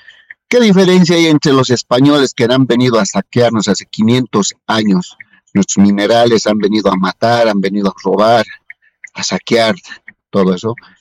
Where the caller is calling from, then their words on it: El Alto, La Paz, Bolivia; Aquí de la zona de Villa Adela